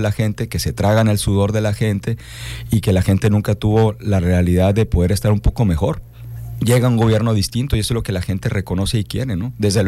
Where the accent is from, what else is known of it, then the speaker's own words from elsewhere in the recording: Mexico; como mexicanas y como mexicanos